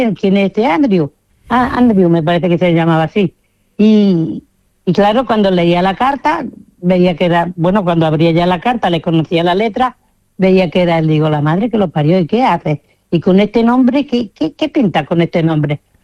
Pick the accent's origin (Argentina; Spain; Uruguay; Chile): Spain; Seville, Andalusia; born there; moved away as an adult; now in Alcanar, Spain; Sí, nosotros, yo nací en Sevilla.